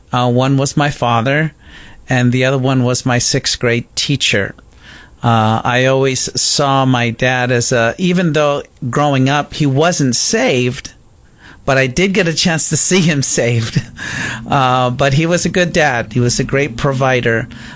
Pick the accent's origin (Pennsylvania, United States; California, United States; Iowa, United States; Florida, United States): California, United States; Wilmington; I grew up in a small town called Wilmington, and that is in Southern California. Some of the larger bordering cities would be Carson and San Pedro and Lomita. So, yeah, I grew up in Wilmington, California, the heart of the harbor.